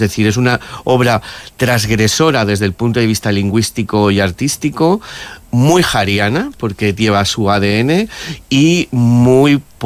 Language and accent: Spanish; Algemesí, Valencian Community, Spain; Además, nosotros somos de Algemesí, que hemos vivido la terrible Dana, y donde mucha gente ha perdido todo.